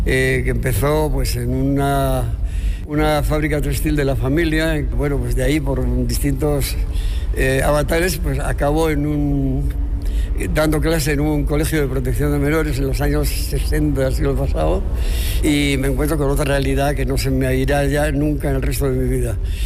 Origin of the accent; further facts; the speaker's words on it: Segovia, Castile and León, Spain; Yo soy de Segovia.